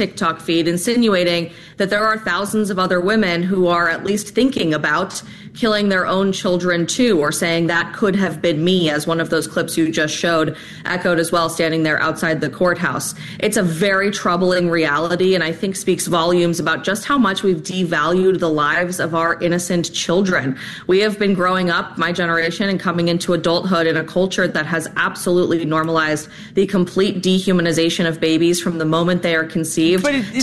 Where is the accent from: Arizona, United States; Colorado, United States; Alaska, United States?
Colorado, United States; as you've seen even people running for Congress in my home state of Colorado and beyond